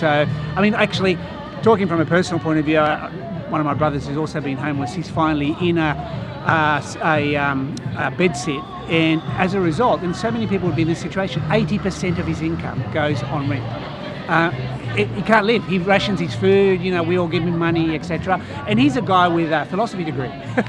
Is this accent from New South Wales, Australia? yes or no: no; Footscray, Victoria, Australia; We're both from the Footscray area, where this has been, you know, obviously a very big issue for people.